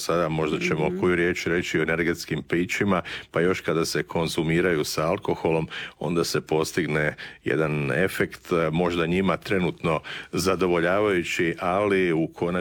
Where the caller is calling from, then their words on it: Osijek, Osijek-Baranja County, Croatia; Dobar dan iz Osijeka, iz Slavonije i Baranje. Evo, kod nas u Osijeku dvije su teme posljednjih dana.